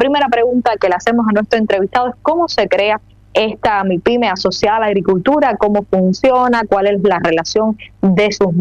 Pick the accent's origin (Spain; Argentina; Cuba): Cuba; a lo interno como cubanos.